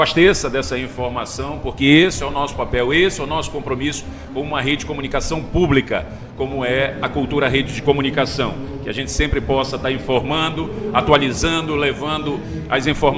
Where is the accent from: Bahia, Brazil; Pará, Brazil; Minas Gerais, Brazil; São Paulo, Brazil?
Pará, Brazil; nós, como paraenses